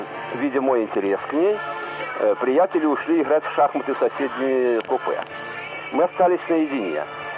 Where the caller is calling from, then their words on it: Volgograd, Volgograd Oblast, Russia; Я гость столицы из Сталинграда. Вчера приехал